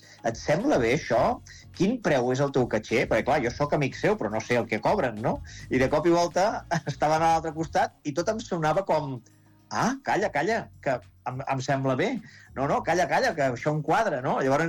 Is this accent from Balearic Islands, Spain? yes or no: no; Terrassa, Catalonia, Spain; Jo soc de Terrassa i jo tinc molta vinculació amb el jazz.